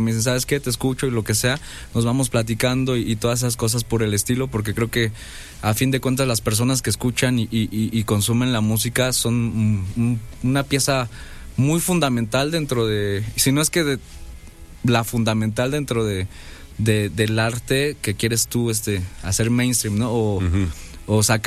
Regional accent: Mexico City, Mexico; yo crecí en la Gustavo Amadero, ¿no? Uh-huh. Una colonia de por... una delegación de por acá.

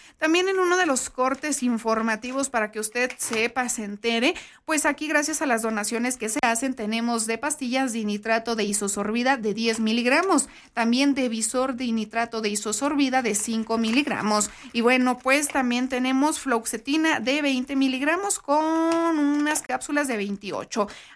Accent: Mexico; Nosotros como mexicanos, y ojo, yo creo que todos, algunos países, estamos muy acostumbrados a que si no tenemos tiempo

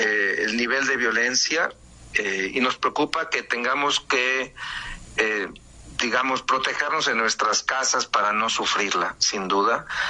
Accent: Mexico; creo que como mexicanos tenemos que pues amar a nuestro país, ¿no?

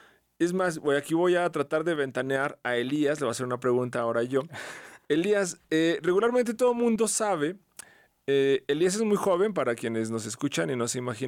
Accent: Zacatecas, Mexico; ¿qué es lo que nos identifica como zacatecanos o como mexicanos?

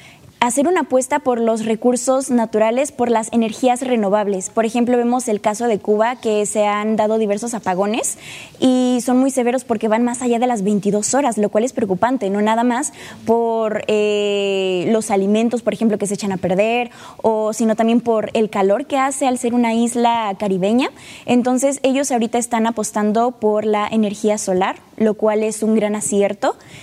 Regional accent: Tantoyuca, Veracruz, Mexico; Wow, pues Tantoyuca, mi pueblo, es muy diferente a la ciudad.

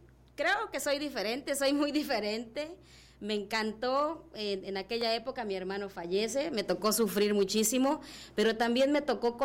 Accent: Champotón, Campeche, Mexico; Yo soy originaria de Reforma Agraria, Champotón, Campeche.

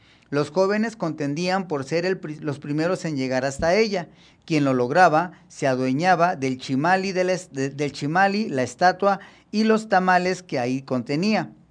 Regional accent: Mexico

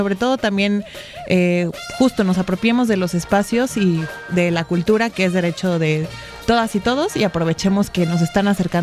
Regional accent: Chiapas, Mexico; now in Mexico City, Mexico; periodista, orgullosamente chiapaneca, pero viviendo en la Ciudad de México.

